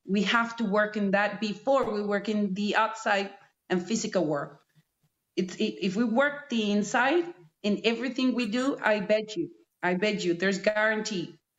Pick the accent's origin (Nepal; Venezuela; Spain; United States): Venezuela; moved away; I come from Venezuela, a country that's been in war for 5 years, not with arms, with society.